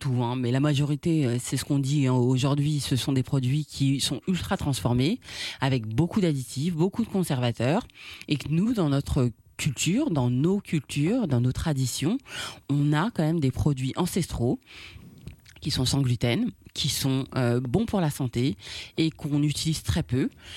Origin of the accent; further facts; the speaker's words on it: Guadeloupe; Je suis originaire de la Guadeloupe, mais je valorise énormément les produits afro-caribéens.